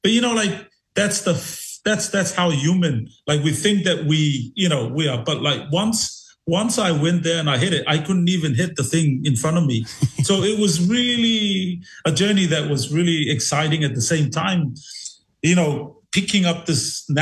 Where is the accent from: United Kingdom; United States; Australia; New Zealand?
New Zealand; Otara, Auckland; So that's my heritage, and I was born here, and I was raised in New Zealand. I was one of those Otara, you know, generation, you know, the old school generation in Otara.